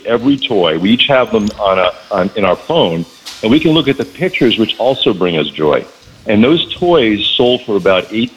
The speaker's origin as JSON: {"language": "English", "town": "Fall River", "region": "Massachusetts", "country": "United States", "tie": "born or raised there", "lives_now": "San Francisco, United States", "said": "I grew up in Fall River in Swansea"}